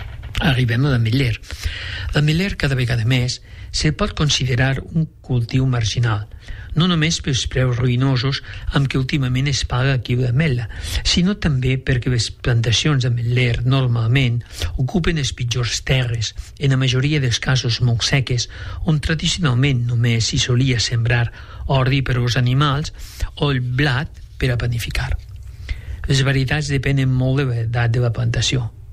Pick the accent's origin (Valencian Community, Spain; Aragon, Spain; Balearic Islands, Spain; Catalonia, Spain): Aragon, Spain; quan dic la sort de criar-me a poble, al de fora, com diuen nantros, doncs m'he criat en la Franja